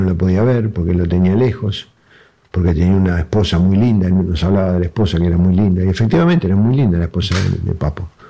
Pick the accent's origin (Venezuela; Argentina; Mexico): Argentina; Yo soy muy argentino, ese es el problema, ¿viste? Para ellos, los argentinos les va mal, no les va muy bien, ¿viste? Somos medio muy melosos, somos muy pesados cuando hablamos, ¿viste?